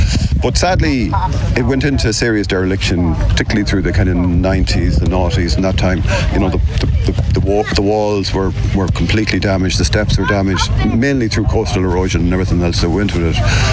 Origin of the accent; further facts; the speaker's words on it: Westport, Connacht, Ireland; while I'm from Westford, I still have a great fondness for Castlebar and other towns around.